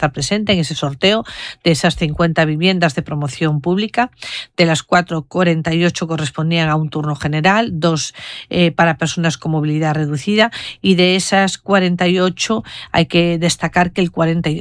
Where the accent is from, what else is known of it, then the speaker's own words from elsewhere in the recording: A Coruña, Galicia, Spain; como coruñesa y como gallega